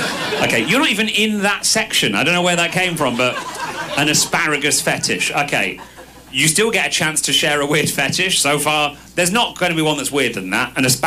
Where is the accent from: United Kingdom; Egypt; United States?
United Kingdom; I'm British.